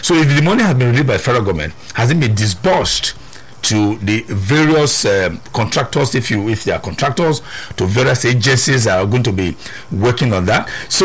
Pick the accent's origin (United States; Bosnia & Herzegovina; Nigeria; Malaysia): Nigeria; But again, I'm Nigerian.